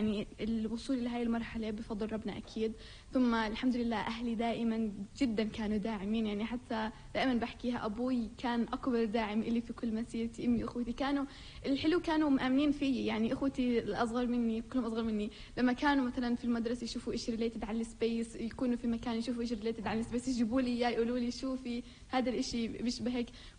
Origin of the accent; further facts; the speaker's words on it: Jenin, West Bank, Palestine; أنا من جنين وعم أدرس في البوليتكنيك